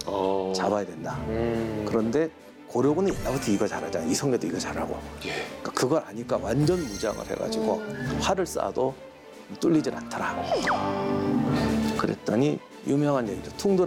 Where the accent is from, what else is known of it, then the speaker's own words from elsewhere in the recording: South Korea; 저도 한국 사람이지만 한국 사람이 활 잘 쏘는 건 뭔지를 이유가 뭔지 모르겠어요.